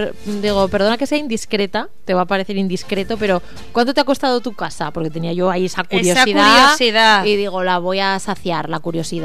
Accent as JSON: {"language": "Spanish", "country": "Spain"}